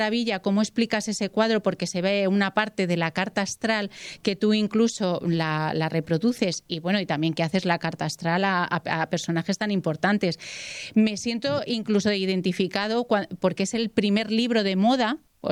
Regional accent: Spain; Como españoles, que no sepamos.

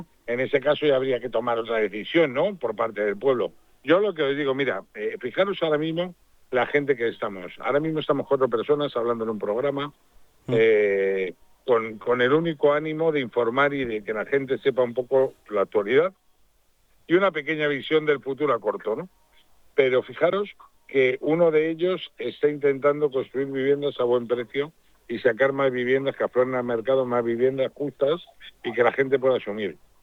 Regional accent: Spain

